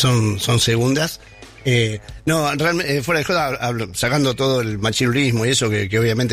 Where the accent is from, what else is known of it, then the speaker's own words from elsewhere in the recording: Argentina; como argentinos que somos